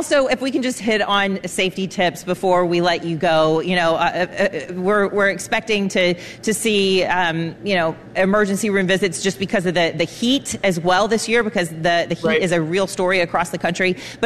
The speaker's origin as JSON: {"language": "English", "region": "North Carolina", "country": "United States", "said": "I'm from North Carolina."}